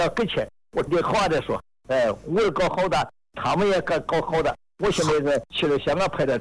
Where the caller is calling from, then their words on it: Zhongxiang, Hubei, China; 我是中强创业农场的。